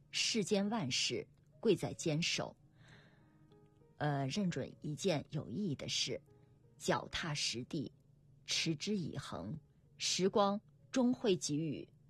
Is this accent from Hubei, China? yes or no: no; Shaanxi, China; 我们安塞